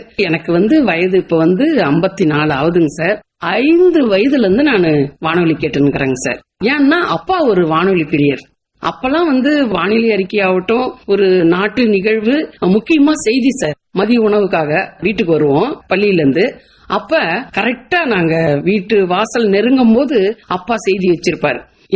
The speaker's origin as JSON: {"language": "Tamil", "region": "Puducherry", "country": "India", "said": "நான் வந்து புதுச்சேரி மாநிலத்தை சேர்ந்தவங்க சார்."}